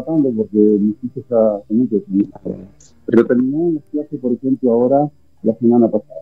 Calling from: Poland; estoy viviendo en Polonia.

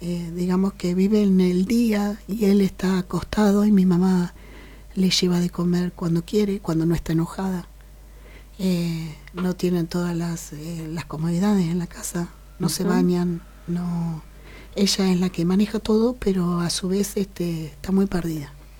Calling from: Neuquén, Argentina; Yo vivo en Neuquén

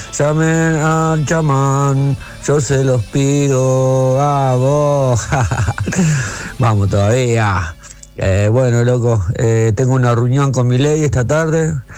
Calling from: Argentina; Somos argentinos

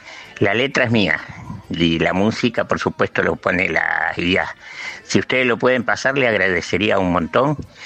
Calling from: González Catán, Buenos Aires Province, Argentina; de González Catán y bueno, ya tengo edad adulta

